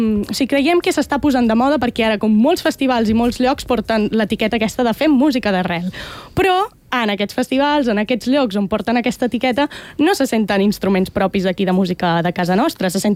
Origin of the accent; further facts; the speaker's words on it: L'Hospitalet de Llobregat, Catalonia, Spain; now in El Prat de Llobregat, Spain; jo també he crescut a l'Hospitalet, però ara visc al Prat.